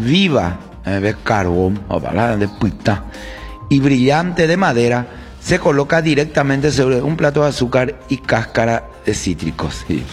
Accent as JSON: {"language": "Spanish", "country": "Colombia", "lives_now": "Paraguay", "said": "Bueno, como colombiano y como colombiano viviendo en Paraguay, puedo decir que amo el cocido con chipas."}